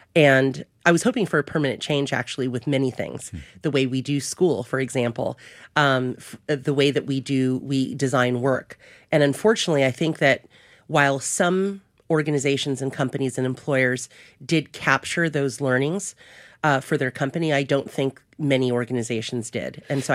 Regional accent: Philippines; And just because I'm Filipina doesn't mean I know the culture of what's happening in Tajikistan, right?

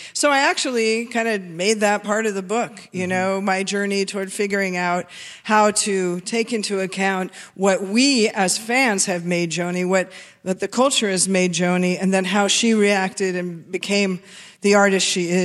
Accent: Seattle, Washington, United States; given just my age when I grew up in Seattle, you know, I was a new wave girl

